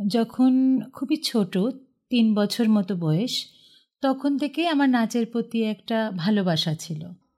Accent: Dinhata, West Bengal, India; আমি বড় হয়েছি দিনহাটায়, কুচবিহারের দিনহাটাতে।

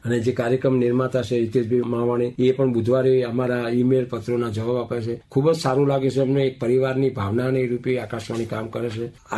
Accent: Patan district, Gujarat, India; મારું ગામ ડેર, તાલુકો જિલ્લો પાટણ.

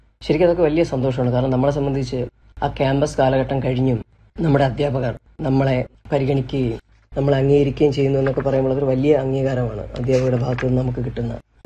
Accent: Balaramapuram, Kerala, India; തിരുവനന്തപുരം ബാലരാമരം സ്വദേശിയാണ്. ഞാൻ ഡിഗ്രി പഠിച്ചത് തിരുവനന്തപുരം യൂണിവേഴ്സിറ്റി കോളേജിലാണ്.

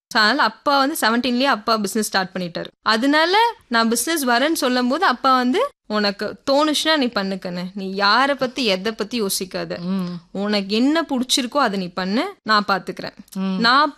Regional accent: Erode, Tamil Nadu, India; நான் வந்து Erode ma'am, proper Erode. Native எல்லாமே எனக்கு ஈரோடு தான். ஸ்கூலிங் ஈரோட்ல தான் படித்தேன். கிறிஸ்ட் ஜோதி ஸ்கூல், பிவி ஸ்கூல், ரெண்டு ஸ்கூல்ல primary and secondary, high school படித்தேன்.

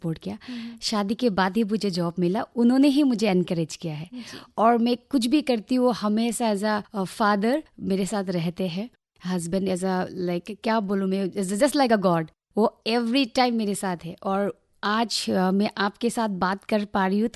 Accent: Haflong, Assam, India; मैं हाफलॉन्ग की रहने वाली हूँ।

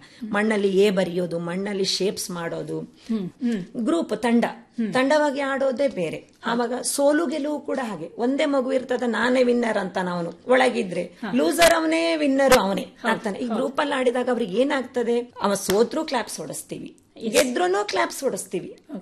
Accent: Udupi, Karnataka, India; moved away as an adult; now in Hyderabad, India; ನಾನು ಮೂಲತಃ ಶ್ರೀಕೃಷ್ಣ ಪರಮಾತ್ಮ ಹುಟ್ಟಿದ ಊರಾದ ಉಡುಪಿದ್ದು ನಾನು ಅಲ್ಲಿ, ಹಾಗೂ ನನ್ನ ತಂದೆ ತಾಯಿ, ನನ್ನ ತವರು ಮನೆ ಎಲ್ಲ ಅಲ್ಲೇ.

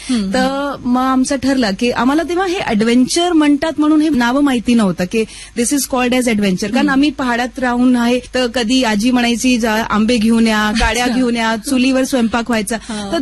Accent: Himachal Pradesh, India; moved away as an adult; also born or lived in Chandigarh; मी देवभूमी हिमाचलची आहे, ठीक आहे. माझे रूट्स तिकडचे आहे, ठीक आहे. माझा बॉर्न ब्रॉटअप हिमाचल, एज्युकेशन चंडीगडला.

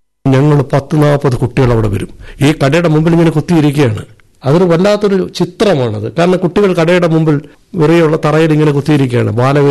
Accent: Kerala, India; എന്റെ നാട്ടിലെ പുന്നമുക്കലെ കാർത്തികൻ മൊരാടി എന്ന് പറയുന്ന അദ്ദേഹത്തിന്റെ ചായക്കടയിൽ 6 വയസ്സിലാണ് ഞാൻ കാണുന്നത്.

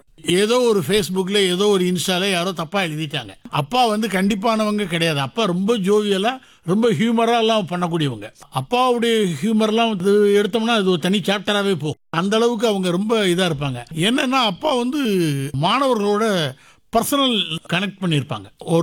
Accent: Kovilpatti, Tamil Nadu, India; also born or lived in Virudhunagar; ஆமா, நான் பிறந்தது வந்து விருதுநகர், படிச்சது வளர்ந்தது எல்லாமே கோவில்பட்டி.

